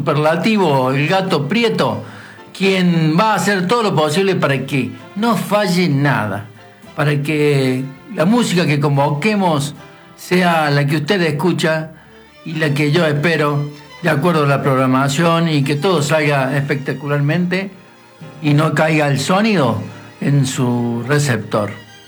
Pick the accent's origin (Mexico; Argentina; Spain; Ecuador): Argentina